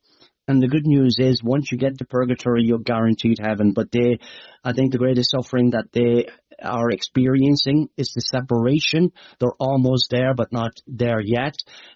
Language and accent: English; Leinster, Ireland